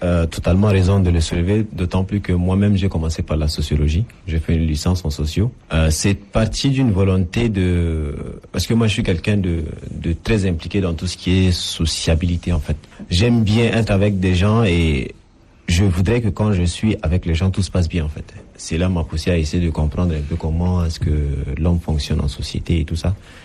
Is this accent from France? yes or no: no; N'Djamena, Chad; born there; Parce que quand j'étais là-bas, je me suis rendu compte que comme je suis né en N'Djamena, j'étais coupé de ma racine culturelle, en fait.